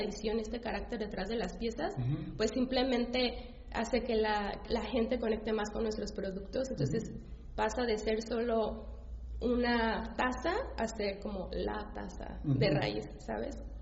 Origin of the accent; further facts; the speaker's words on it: Mexico; también en especial cuando saben que soy mexicana